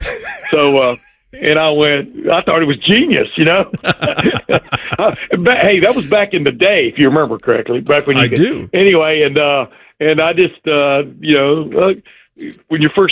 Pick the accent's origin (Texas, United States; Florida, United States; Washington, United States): Texas, United States; Lufkin; now in Ohio, United States; Lufkin, where I grew up in East Texas